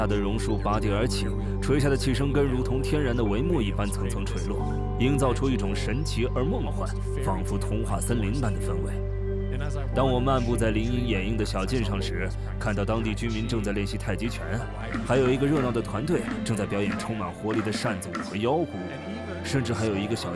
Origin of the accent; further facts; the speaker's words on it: Canada; moved away as an adult; now in China; 我是一名加拿大人，至今已经在中国生活了18年。